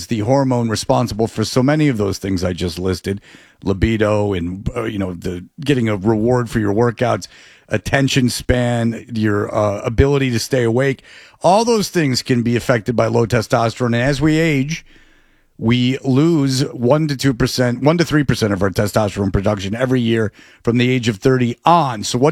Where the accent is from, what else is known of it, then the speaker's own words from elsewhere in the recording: Canada; I'm Canadian and horny and naked.